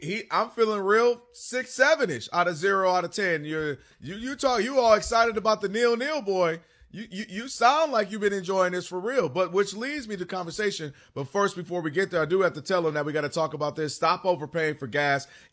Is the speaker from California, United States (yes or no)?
no; Ann Arbor, Michigan, United States; I'm from Ann Arbor, outside of Detroit.